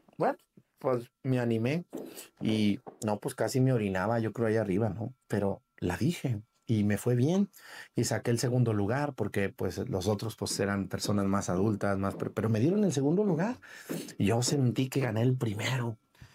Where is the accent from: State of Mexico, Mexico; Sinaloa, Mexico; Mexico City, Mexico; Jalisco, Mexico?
Jalisco, Mexico; Por cierto, en Yahualica, un saludo a la gente de Yahualica y a media hora de mi pueblo.